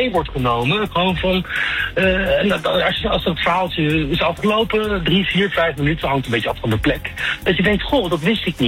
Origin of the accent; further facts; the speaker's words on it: South Holland, Netherlands; ik kom uit de Haagse regio. Ik woon tegenover de Oude Kerk.